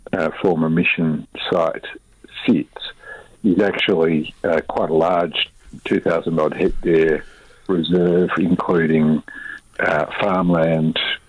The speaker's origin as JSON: {"language": "English", "region": "Western Australia", "country": "Australia", "tie": "born or raised there", "also_born_or_lived": "New Zealand", "said": "another beautiful day here on Whadjuk Boodja, where I am very pleased to have been raised, if not born. I was born in Aotearoa, but both my parents were born in Whadjuk Boodja as well."}